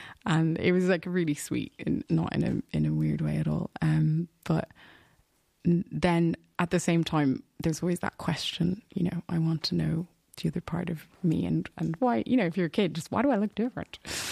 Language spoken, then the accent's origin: English; Leinster, Ireland; My mom is Irish, and I'm actually from Kildare, which is a county right beside Dublin, known for racehorses, kind of suburban place.